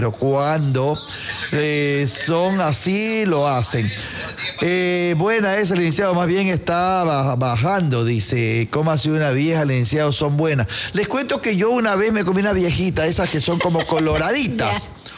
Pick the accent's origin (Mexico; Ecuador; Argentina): Ecuador; Portoviejo, Manabí; born there; Yo nací en Puerto Viejo, en la actual parroquia San Pablo. Antes se llamaba, era barrio San Pablo. Allá al lado de la iglesia, arriba en la loma. Ahí nací yo.